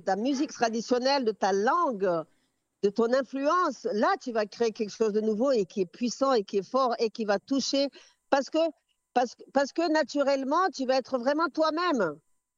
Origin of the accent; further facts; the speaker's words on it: France; also born or lived in Comoros; Je me reconnais française aussi, hein. Moi, j'ai grandi en France. Et en plus, mon grand-père s'appelait Alphonse. Alors, c'est pour dire, tu vois, j'ai aussi du sang français, tu vois. Non, mais je l'assume, je suis française aussi, je suis comorienne.